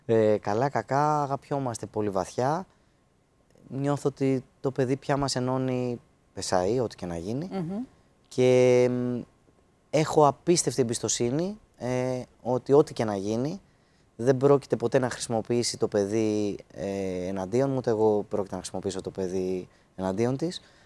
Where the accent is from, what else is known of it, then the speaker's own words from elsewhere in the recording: Dafni, Attica, Greece; also born or lived in Athens; Ναι, στην Αθήνα, αλλά ναι, μεγάλωσες στη Δάφνη.